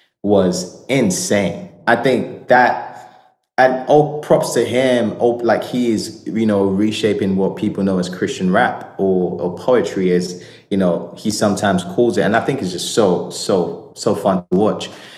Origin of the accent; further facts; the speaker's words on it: United Kingdom; especially being British as well